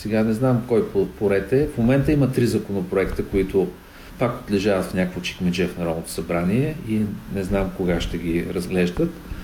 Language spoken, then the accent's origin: Bulgarian; Plovdiv, Plovdiv Province, Bulgaria; аз самият съм от Пловдив.